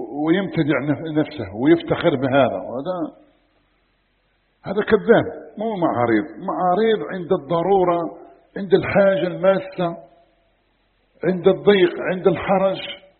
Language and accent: Arabic; Algeria; عندنا في الجزائر